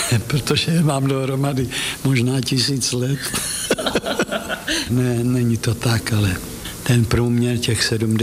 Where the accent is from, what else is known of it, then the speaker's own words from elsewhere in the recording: Brno, South Moravian Region, Czechia; moved away as an adult; also born or lived in Hradec Králové; now in Prague, Czechia; v Brně jsem vyrost, ovšem to bylo tak malý město, že bych tam film neexistoval